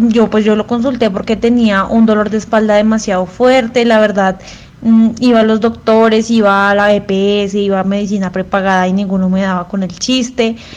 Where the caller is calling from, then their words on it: Tibaná, Boyacá, Colombia; llamo desde Tibaná